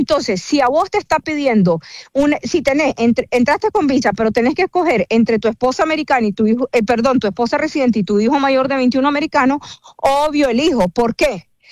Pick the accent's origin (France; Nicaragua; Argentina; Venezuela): Nicaragua; moved away as an adult; Bueno, pues yo vivo aquí desde hace 20 años, pero voy todo el tiempo a Nicaragua y mis papás, mis hermanos, todos viven allá y yo me crié allá. Incluso yo soy abogada, tengo 43 años y a los 23 me vine de Nicaragua y me quedé aquí